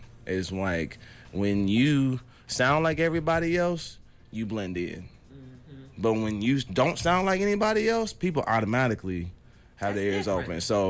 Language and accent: English; California, United States; I'm from California, okay. So my lingo is a little different.